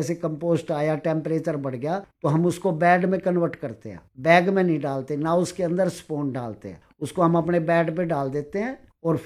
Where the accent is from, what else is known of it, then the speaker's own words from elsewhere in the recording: Delhi, India; मैं दिल्ली का रहने वाला हूँ तो यहाँ मैं बना नहीं सकता